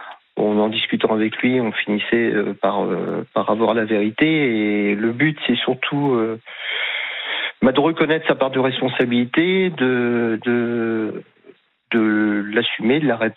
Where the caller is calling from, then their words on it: Cherbourg, Normandy, France; Alors, je suis de Normandie, exactement à Cherbourg.